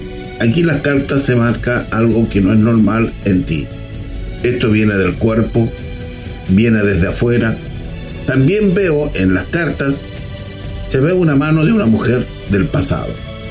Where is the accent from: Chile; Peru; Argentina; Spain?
Chile; Soy humano, chileno